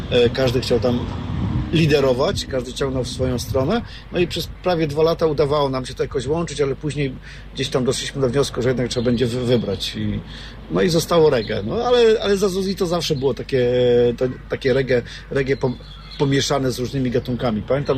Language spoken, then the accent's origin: Polish; Jarocin, Greater Poland Voivodeship, Poland; Mówię, nie, bo jesteśmy z Jarocina.